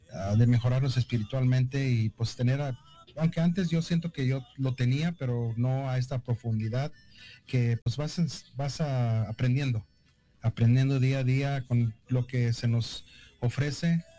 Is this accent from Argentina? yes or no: no; Mexico; muy a veces nosotros como mexicanos el machismo